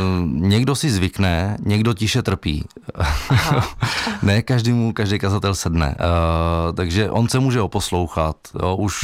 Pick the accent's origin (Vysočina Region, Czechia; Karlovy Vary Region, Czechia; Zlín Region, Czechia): Vysočina Region, Czechia; Třebíč; born there; Ještě abych nesmí opomenout Slezsko. Ale já jsem se narodil v Třebíči.